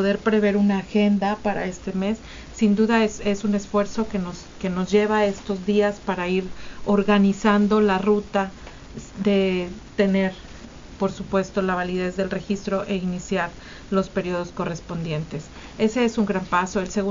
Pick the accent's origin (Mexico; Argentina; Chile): Mexico; Esperemos que nos vaya muy bien como mexicanos